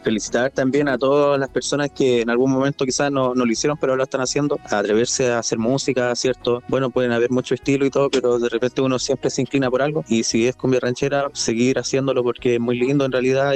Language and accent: Spanish; Quepe, Araucanía, Chile; Bueno, nosotros somos de Pueblo de Quepe, a 10 minutos en vehículo desde la ciudad de Temuco al sur, en la comuna de Fe.